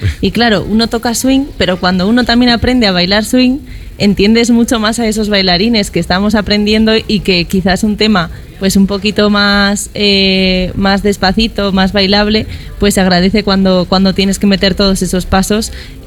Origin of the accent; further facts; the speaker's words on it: Burgos, Castile and León, Spain; moved away as an adult; also born or lived in Buenos Aires; todas esas cosas que yo recuerdo de mi infancia aquí en Burgos.